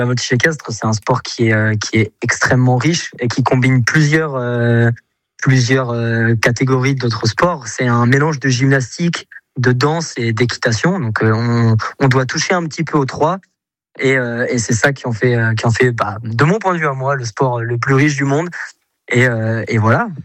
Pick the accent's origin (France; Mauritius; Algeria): France; Saint-Hilaire-Bonneval, Nouvelle-Aquitaine; also born or lived in Lille / Le Mans; now in Saumur, France; Je suis né à Lille, j'ai grandi à Saint-Hilaire-Bonneval. Et puis, je me suis déplacé pour le sport au Mans, où je suis resté quelques années. Et maintenant, je suis à Saumur